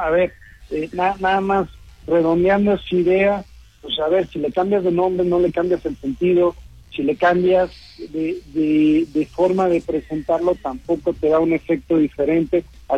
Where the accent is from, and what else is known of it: Mexico